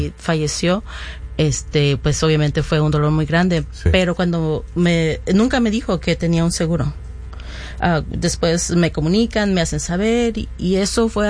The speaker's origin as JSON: {"language": "Spanish", "country": "Mexico"}